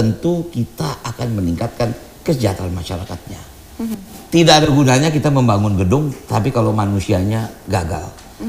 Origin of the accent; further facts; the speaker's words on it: Jakarta, Indonesia; born there; Gue bilang gue juga lahir di Kemayoran. Ari-ari gue ditanam di Kemayoran.